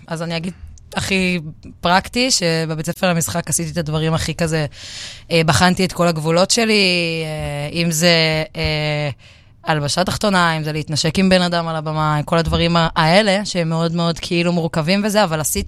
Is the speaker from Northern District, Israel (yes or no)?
no; Rishon LeZion, Central District, Israel; שמנסה להיות דומה לאנשים בראשון לציון, ודומה לאיפה שהיא גרה, שם גדלתי.